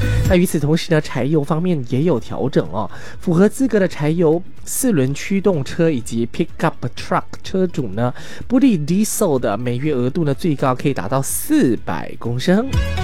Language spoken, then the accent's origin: Chinese; Sabah, Malaysia; 像我们沙巴这边呢，有些地区之间的距离比较远哦